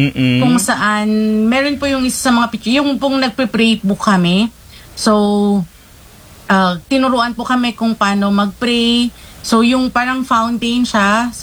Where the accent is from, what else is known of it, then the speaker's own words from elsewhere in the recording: Ilocos Region, Philippines; from La Union po, ang inyong